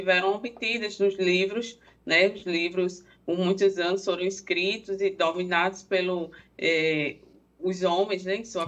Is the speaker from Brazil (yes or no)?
yes; Brazil; born there; now in Timbaúba, Brazil; Eu nasci em Cambé e moro aqui em Timbaúba.